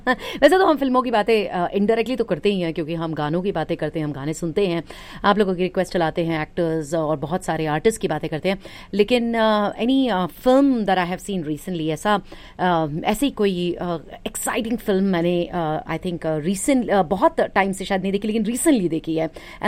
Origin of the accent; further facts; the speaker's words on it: Delhi, India; मैं दिल्ली में बड़ी हुई हूँ, and there lot of the area that I grew up was all जो उनके पेरेंट्स, या ज़्यादातर तो दादा वगैरह, दादा दादी उस तरह के लोग, नाना नानी उस पार से आए थे, बॉर्डर पार